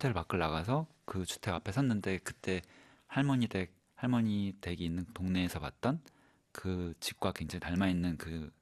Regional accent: Chuncheon, Gangwon, South Korea; 저는 강원도 춘천 사람인데요.

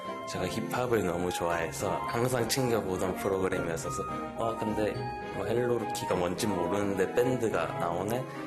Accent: Daegu, South Korea; 맞습니다. 저희 대구에서 왔습니다.

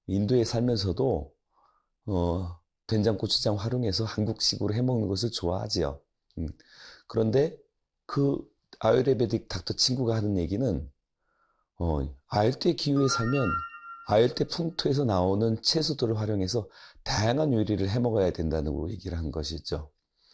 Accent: South Korea; moved away as an adult; now in India; 나는 한국 사람이고

